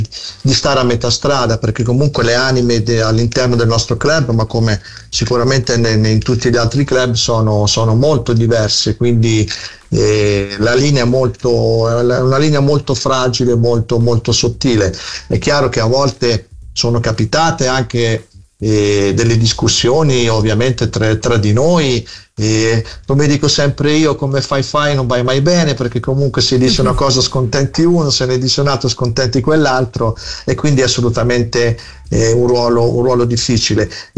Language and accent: Italian; Florence, Tuscany, Italy; now in Romagna, Italy; io sono 30 anni che abito in Romagna, ma sono originario di San Frediano, e per me tutte le volte che vengo a Firenze è un pianto d'amore, di nostalgia